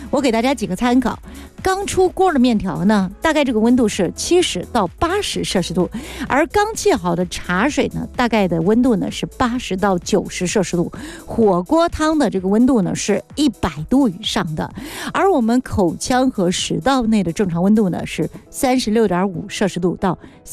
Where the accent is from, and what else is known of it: China